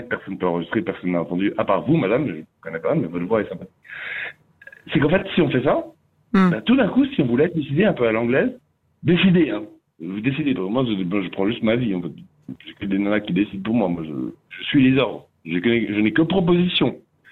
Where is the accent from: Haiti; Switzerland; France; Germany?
Switzerland; Neuchâtel; je suis de Neuchâtel, où j'habite en dessous de la gare